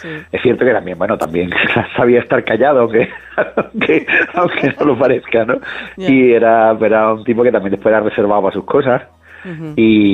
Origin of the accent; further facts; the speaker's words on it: Cádiz, Andalusia, Spain; No, yo además me crié en Cádiz